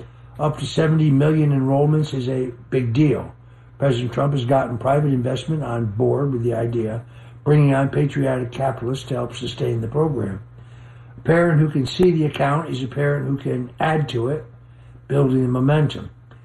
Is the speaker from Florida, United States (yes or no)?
yes; Florida, United States; My home state of Florida